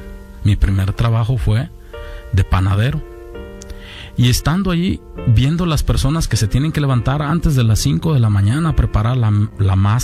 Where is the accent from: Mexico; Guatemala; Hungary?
Mexico; Zapotitlán de Vadillo, Jalisco; born or raised there; also born or lived in Guadalajara